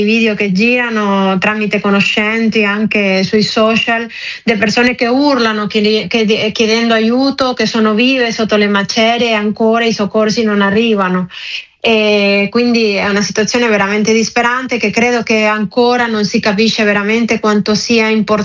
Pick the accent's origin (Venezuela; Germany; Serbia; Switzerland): Venezuela; now in Rome, Italy